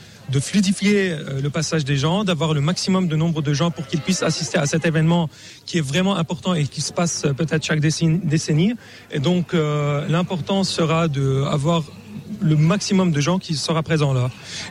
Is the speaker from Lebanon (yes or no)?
yes; Lebanon; En fait, je suis Libanais, je viens du Liban, mais je n'ai pas eu la chance d'être au Liban l'année dernière pour l'accueillir.